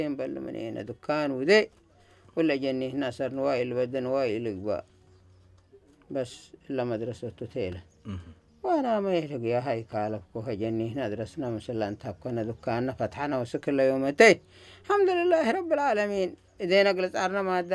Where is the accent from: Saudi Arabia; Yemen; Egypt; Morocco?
Saudi Arabia; بسم الله بقى أنا سعودي أنت يكون